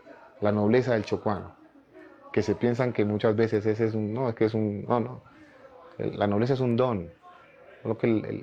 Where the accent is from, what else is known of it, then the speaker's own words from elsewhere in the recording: Quibdó, Chocó, Colombia; Yo soy de Quibdó, sí.